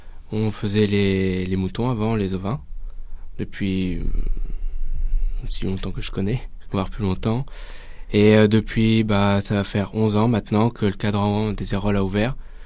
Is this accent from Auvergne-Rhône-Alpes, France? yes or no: no; Le Blanc, Centre-Val de Loire, France; born there; Je suis né le 31 décembre 2006 dans la ville du Blanc.